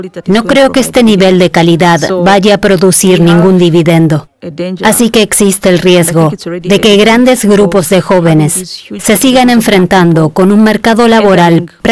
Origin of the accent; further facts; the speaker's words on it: Uganda; now in Kenya; Soy de Uganda y vivo en Kenia.